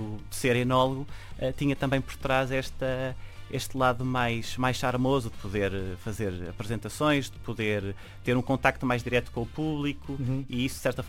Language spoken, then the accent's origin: Portuguese; Mêda, Norte, Portugal; Eu sou de uma região, sou da Meda, do Douro Superior, onde, de facto, o sustento económico e social girou sempre à volta da agricultura, e em especial da produção de vinho.